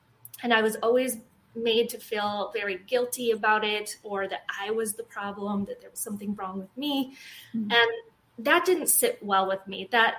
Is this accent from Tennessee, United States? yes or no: no; American Fork, Utah, United States; It was called American Fork. I don't know if people are familiar with Brigham Young University. It's a very kind of well-known Mormon university. I lived really close to there.